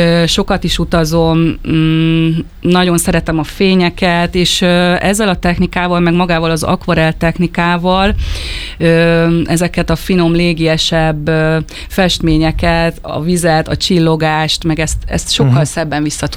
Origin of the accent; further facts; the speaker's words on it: Budapest, Hungary; born there; now in Nagykanizsa, Hungary; Nagykanizsán lakom, de szinte mondhatom azt, hogy Zalakaros az otthonom. Uh-huh. Amúgy pesti születésű vagyok, néhány éve költöztünk vidékre